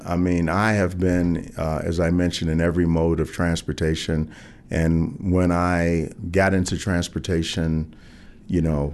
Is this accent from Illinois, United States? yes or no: yes; Chicago, Illinois, United States; now in Denver, United States; So I wouldn't say that about any other place, even though my hometown is Chicago.